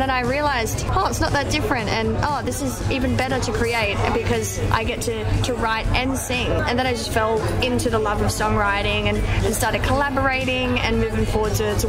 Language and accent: English; Australia; I mean, you see people like coming from my hometown … you know, someone like that, just taking the world by storm with country.